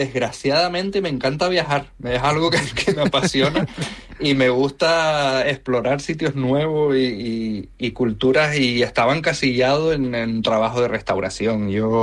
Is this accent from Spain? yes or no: yes; Canary Islands, Spain; moved away as an adult; now in Reykjavik, Iceland; Soy una persona abierta, soy canario, no soy muy afable con la gente.